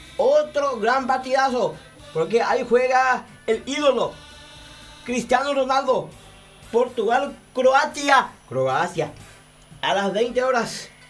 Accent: Paraguay; un paraguayo nunca se rinde, señores y señores. Porque la selección paraguaya es de todo. Mi selección, tu selección y nuestra selección.

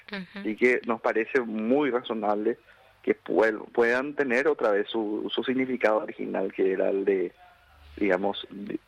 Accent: Paraguay; como a todos nosotros como paraguayos y paraguayas.

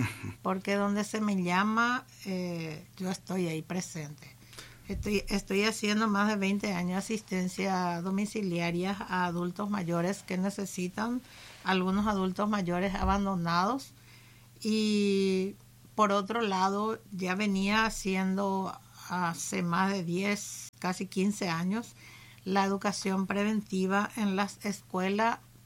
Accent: Caraguatay, Cordillera, Paraguay; also born or lived in San Lorenzo; Inicié la escuela y el colegio, el primer curso hice en Caraguatagü, que soy oriunda de Caraguatagü.

